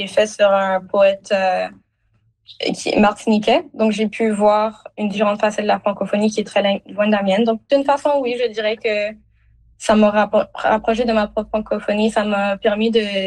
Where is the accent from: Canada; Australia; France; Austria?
Australia; first language French; les deux, ils sont québécois de base. Et même en Australie, ils m'ont beaucoup parlé en français, c'est ma première langue. Et ils nous ont toujours parlé en français à moi et mon frère à la maison. On a appris l'anglais en parallèle à l'extérieur.